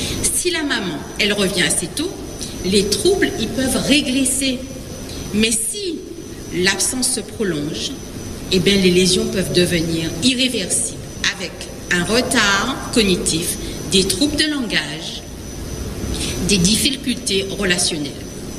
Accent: Guadeloupe; chez nous en Guadeloupe.

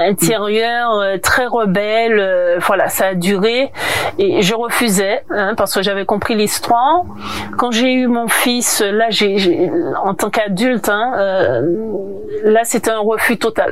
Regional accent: Rivière-Salée, Martinique; moved away as an adult; also born or lived in Metropolitan France; j'ai grandi à la campagne de Rivière-Salée, des Marinières.

